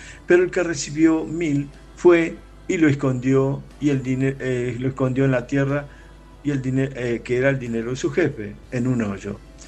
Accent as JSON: {"language": "Spanish", "country": "Argentina", "said": "soy de Argentina"}